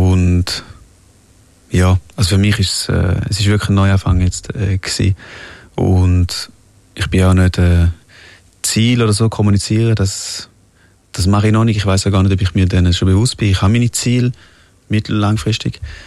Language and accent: German; Switzerland; Aber ich bin Schweizer, ich bin mega stolz und für mich ist es mega schön gewesen, da aufzuwachsen, und ich will auch da bleiben.